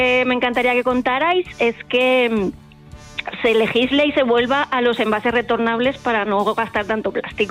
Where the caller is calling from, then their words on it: Valencia, Valencian Community, Spain; Yo llamo desde Valencia.